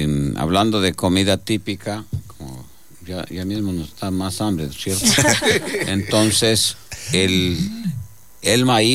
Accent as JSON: {"language": "Spanish", "area": "Paltas", "region": "Loja", "country": "Ecuador", "moved": "yes"}